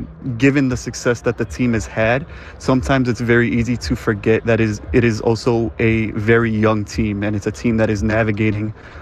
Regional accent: Chicago, Illinois, United States; So as a Chicagoan, I'm trying to stay neutral given that I am a very devoted Cubs fan

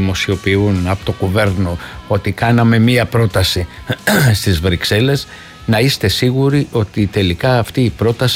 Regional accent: Greece; δεν πρέπει να είμαστε υπερήφανοι ως Έλληνες.

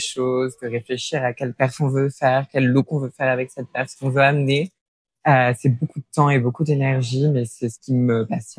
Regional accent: Normandy, France; moved away as an adult; now in Paris, France

